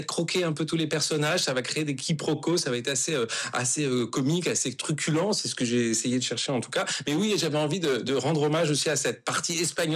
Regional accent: France; born there; Et donc, je suis un pur européen, vraiment. Et donc, je suis né en France

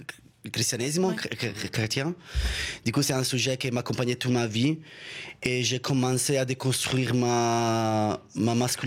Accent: Italy; accent: Italian; French is a second language; moved away as an adult; also born or lived in Berlin; now in Brussels, Belgium; je suis italien, comme ça peut écouter dans ma voix.

